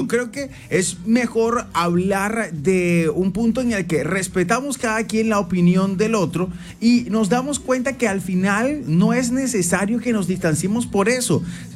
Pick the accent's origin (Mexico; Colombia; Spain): Colombia; Somos colombianos, todos.